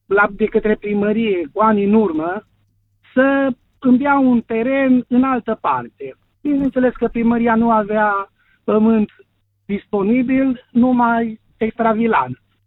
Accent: Fildu de Jos, Sălaj County, Romania; sunt din Fildul de Jos, județul Sălaj.

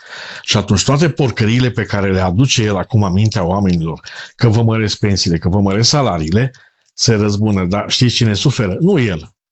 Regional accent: Romania; Noi suntem europeni, după aia suntem români.

